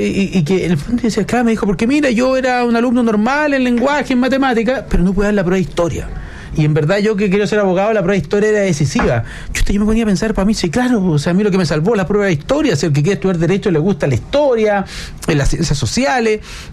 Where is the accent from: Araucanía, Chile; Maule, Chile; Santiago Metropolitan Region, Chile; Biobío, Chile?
Santiago Metropolitan Region, Chile; San Bernardo; yo soy de San Bernardo